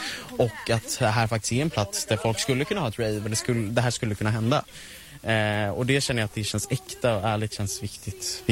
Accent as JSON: {"language": "Swedish", "town": "Nacka", "region": "Stockholm County", "country": "Sweden", "said": "Jag är från Nacka."}